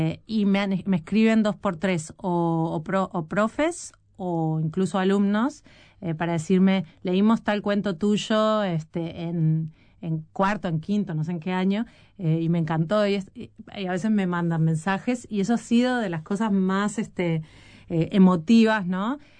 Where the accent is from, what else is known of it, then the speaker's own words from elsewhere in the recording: Uruguay; moved away as an adult; O sea, yo soy uruguaya, yo viví en Uruguay hasta los 28 años ininterrumpidamente.